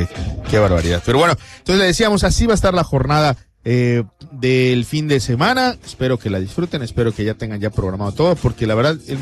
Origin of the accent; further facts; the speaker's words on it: Mexico; Como mexicanos, por esta rivalidad que existe